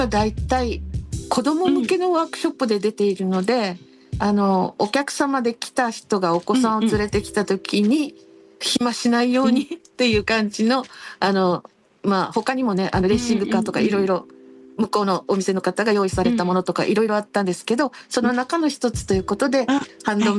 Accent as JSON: {"language": "Japanese", "region": "Okinawa", "country": "Japan", "tie": "born or raised there", "said": "地元沖縄というところから"}